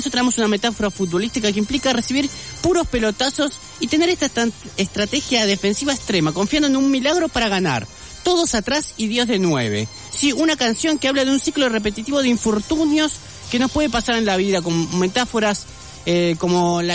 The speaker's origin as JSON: {"language": "Spanish", "country": "Argentina"}